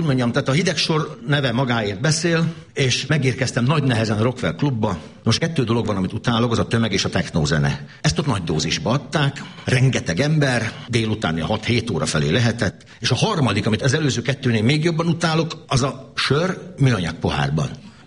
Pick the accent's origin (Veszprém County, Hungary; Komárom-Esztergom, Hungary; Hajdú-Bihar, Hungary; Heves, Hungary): Komárom-Esztergom, Hungary; Esztergom; born there; also born or lived in Zalaegerszeg / Kecskemét; now in Miskolc, Hungary; mert én ugye Esztergomban születtem, az egy jóval kisebb város, mint Miskolc, aztán utána az Zalaegerszegen, Kecskeméten dolgoztam